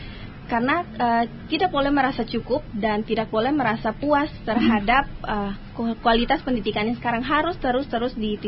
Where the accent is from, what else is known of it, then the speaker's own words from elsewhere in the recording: Maluku, Indonesia; di daerah saya sendiri